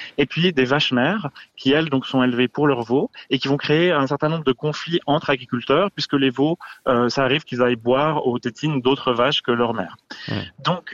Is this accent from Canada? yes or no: no; La Chaux-de-Fonds, Neuchâtel, Switzerland; Alors, je viens de la Chaux-de-Fonds, mais le pâturage boisé jurassien de manière générale, j'ai pas mal parcouru et j'aime beaucoup passer du temps dans les Franches Montagnes.